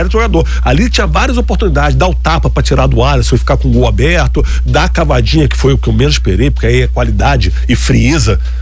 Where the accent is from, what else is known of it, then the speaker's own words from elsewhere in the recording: Brazil; até porque nós somos brasileiros